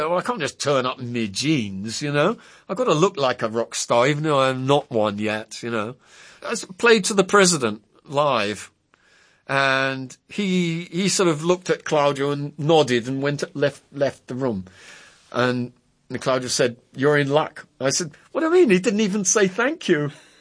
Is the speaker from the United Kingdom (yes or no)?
yes; England, United Kingdom; I, as an Englishman, I loved puns.